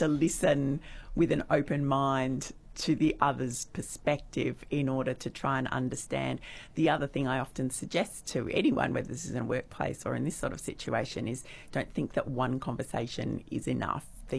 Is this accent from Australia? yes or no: yes; Melbourne, Victoria, Australia; So I grew up in Melbourne and I went straight from school to university.